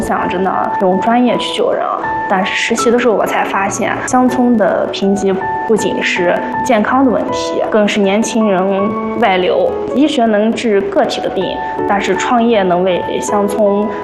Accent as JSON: {"language": "Chinese", "country": "China", "tie": "born or raised there", "said": "我从小在林荫黄河边长大的，"}